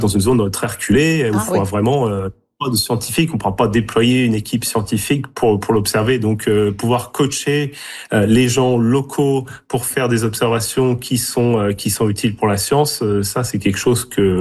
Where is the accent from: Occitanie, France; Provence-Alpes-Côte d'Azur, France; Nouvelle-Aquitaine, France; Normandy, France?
Normandy, France; Et là, je vois que c'est très proche de là d'où je viens, en Normandie.